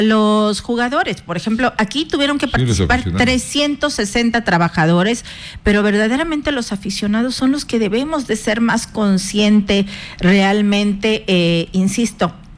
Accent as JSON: {"language": "Spanish", "country": "Mexico", "said": "Así somos los mexicanos"}